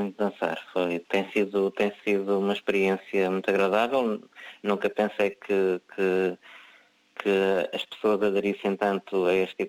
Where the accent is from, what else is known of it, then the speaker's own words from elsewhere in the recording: Norte, Portugal; moved away as an adult; now in Lajes do Pico, Portugal; Eu venho do continente, Trás-os-Montes, e estou aqui nas Lajes do Pico.